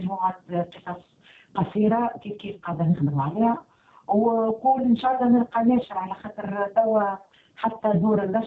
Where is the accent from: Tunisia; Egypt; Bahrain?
Tunisia; moved away as an adult; now in Europe; أنا كي جيت خارجة معناها من تونس،